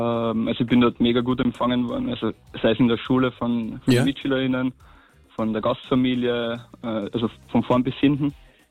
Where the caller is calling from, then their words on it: Carinthia, Austria; Ich bin ein Kärntner, ja.